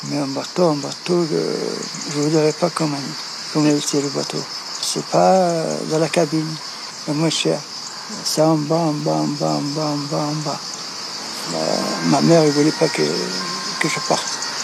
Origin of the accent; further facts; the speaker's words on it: Kabylie, Algeria; moved away as an adult; now in France; mes parents en Algérie